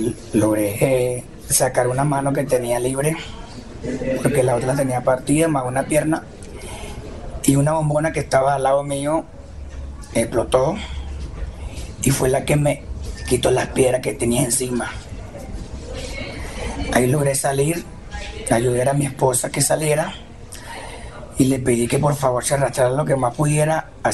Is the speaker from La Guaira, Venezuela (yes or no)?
yes; La Guaira, Venezuela; Soy de La Guaira, de Caribe.